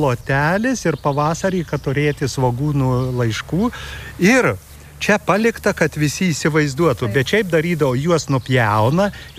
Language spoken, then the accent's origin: Lithuanian; Suvalkija, Lithuania; aš esu tik tai stambių ūkininkų palikuonis, tolimas palikuonis. Negaliu atsakyti. Mano krašte suvalkiai grikių neaugino.